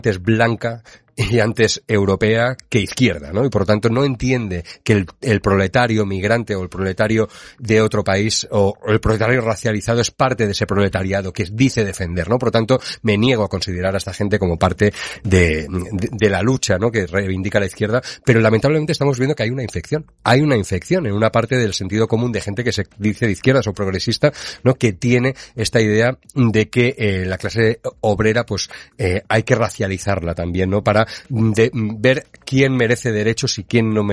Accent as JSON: {"language": "Spanish", "region": "Valencian Community", "country": "Spain", "said": "Yo como valenciano, por ejemplo, el 9 de octubre, ¿no?, el Día Nacional Valenciano"}